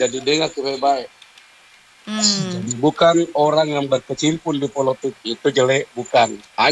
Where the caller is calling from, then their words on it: Makassar, South Sulawesi, Indonesia; saya sebagai orang Makassar